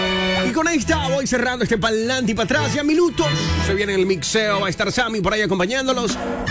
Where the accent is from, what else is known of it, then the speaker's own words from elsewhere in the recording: Colombia; ¿Cómo pensarán que somos los colombianos, los latinos, por allá en Japón?